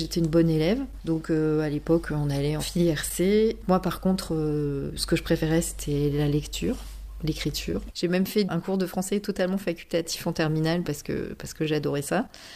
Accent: Paris, Île-de-France, France; moved away as an adult; now in Toulouse, France; Je suis parisienne et j'habite à Toulouse depuis 95, donc j'ai quasiment passé plus de temps à Toulouse qu'à Paris.

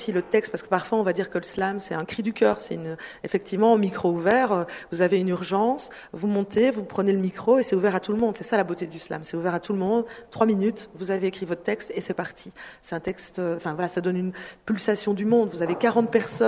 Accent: Belgium; Donc, moi, je suis belge d'origine congolaise

